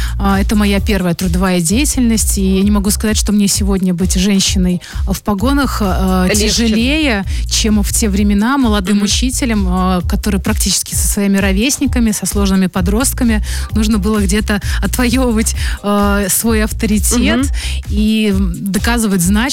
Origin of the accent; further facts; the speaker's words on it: Liozno, Vitebsk Region, Belarus; и вот в то время это было Лиозно, оттуда я начинала свою трудовую деятельность, это моя малая родина.